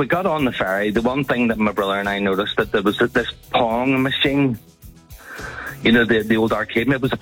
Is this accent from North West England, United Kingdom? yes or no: no; Bangor, Northern Ireland, United Kingdom; also born or lived in Doncaster; now in County Down, United Kingdom; We were actually moving from our hometown in Bangor to live in Doncaster for a brief time.